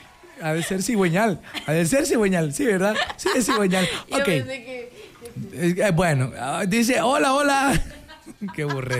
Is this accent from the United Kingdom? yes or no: no; Mexico; Somos mexicanos.